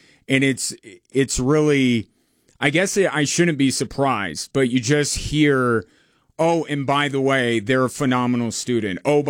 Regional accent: Lyman, United States; I grew up out in Lyman, so I understand that the small town high school football feel is a superior one to some others.

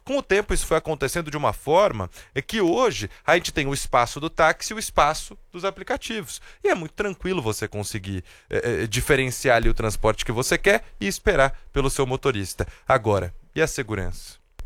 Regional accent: Brazil; falar para vocês que até como brasileiro, eles começam a chegar

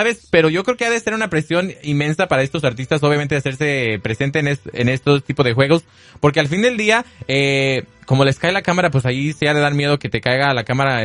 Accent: Mexico; Hermandad que tenemos como mexicanos.

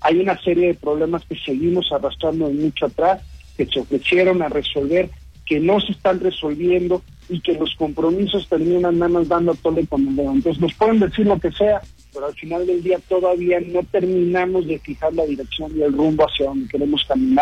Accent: Mexico

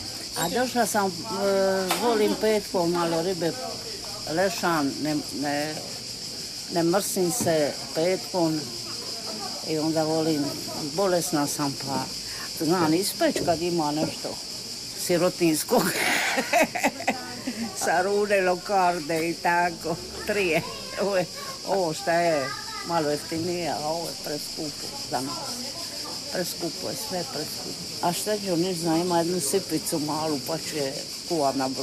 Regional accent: Drniš, Šibenik-Knin County, Croatia; born there; now in Solin, Croatia

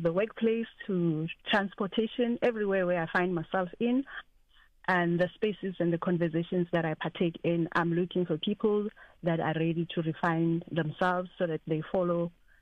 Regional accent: Machadodorp, Mpumalanga, South Africa; born there; now in Richards Bay, South Africa; I am a woman from Mpumalanga. I was born in Machadodorp in Mpumalanga. I'm currently residing in KZN in Richards Bay.

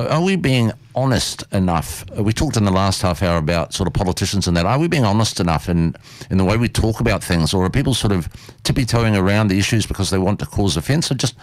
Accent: New Zealand; now in Australia; I'm originally from New Zealand.

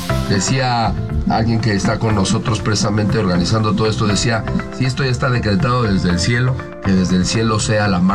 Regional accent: Gustavo A. Madero, Mexico City, Mexico; y eso que soy de la Gustavo Amadero.

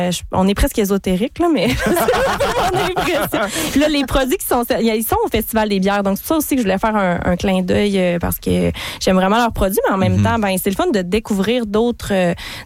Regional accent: Sept-Îles, Quebec, Canada; moved away; je viens de Sept-Îles.

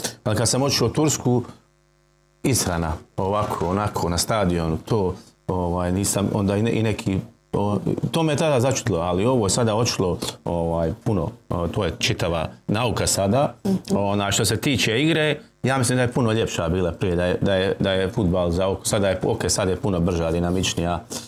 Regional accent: Mostar, Federation of Bosnia and Herzegovina, Bosnia & Herzegovina; Pa sport, krenući od sebe, i ona vremena kad sam odrastao u Mostaru, mogao si ostati na ulici ili mogao si ići da igraš u Veležu, u Lokomotivu, tamo, vamo.

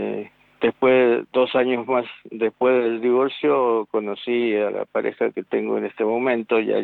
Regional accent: Guaymallén, Mendoza, Argentina; siempre nací acá en Mendoza y acá estoy.

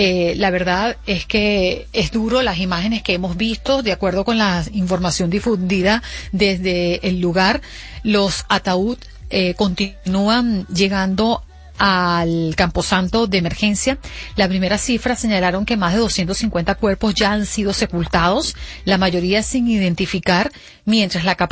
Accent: Venezuela; vamos a actualizar información de lo que está pasando en mi país

